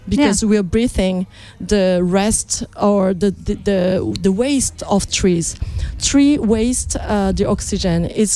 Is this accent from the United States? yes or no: no; Japan; I'm from Japan